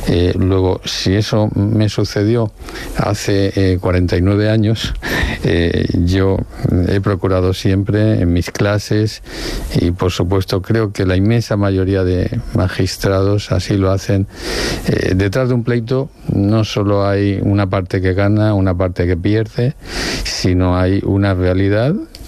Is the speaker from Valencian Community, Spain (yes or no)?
yes; Elche, Valencian Community, Spain; first language Valencian; Spanish is a second language; moved away as an adult; now in Murcia, Spain; Mis amigos dicen que soy un murciano nacido en Elche. Me encuentro cómodo. Es verdad que mi lengua materna es el valenciano, que allí pasé toda mi adolescencia